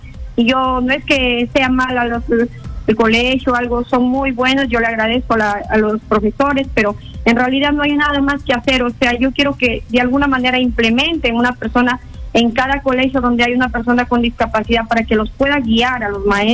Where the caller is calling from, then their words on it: Jaén, Cajamarca, Peru; Llamo desde Jaén.